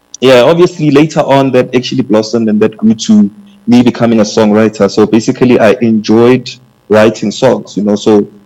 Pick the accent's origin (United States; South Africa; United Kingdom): South Africa; Johannesburg, Gauteng; I was born and raised in Alex. Grew up in the streets of Lindes, my childhood.